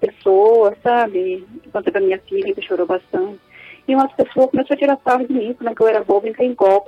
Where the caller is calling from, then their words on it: Orizona, Paraná, Brazil; Eu falo de Orizona, Paraná.